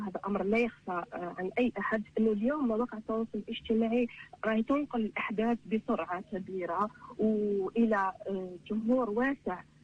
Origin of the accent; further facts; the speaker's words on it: Algeria; نحن كجزائريين